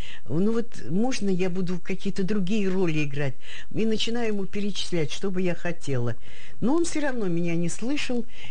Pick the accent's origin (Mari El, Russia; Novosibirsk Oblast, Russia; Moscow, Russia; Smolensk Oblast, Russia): Moscow, Russia; Vnukovo; потому что я росла в лесу, во Внуково. Я там, знаете, знала каждую травинку. Я убегала все время в лес.